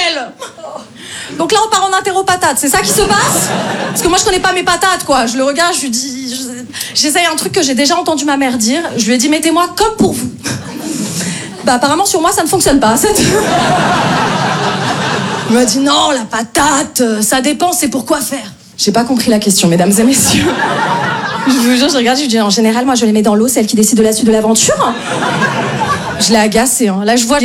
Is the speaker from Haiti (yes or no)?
no; Paris, Île-de-France, France; moi je viens de Paris.